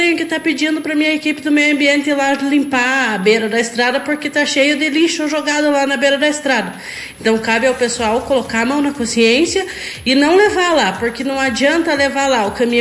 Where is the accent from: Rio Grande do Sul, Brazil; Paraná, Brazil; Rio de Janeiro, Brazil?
Paraná, Brazil; Bituruna; now in Mallet, Brazil; Eu venho de Bituruna lá não tinha rota no interior, não tinha coleta no interior. Eu me criei no interior